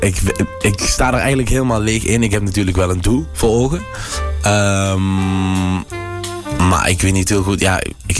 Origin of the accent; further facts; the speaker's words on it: Landgraaf, Limburg, Netherlands; In Limburg, ja. Landgraaf.